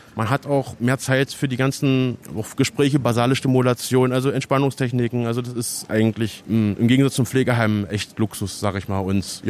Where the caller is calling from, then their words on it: Bitterfeld, Saxony-Anhalt, Germany; Ich komme aus Bitterfeld.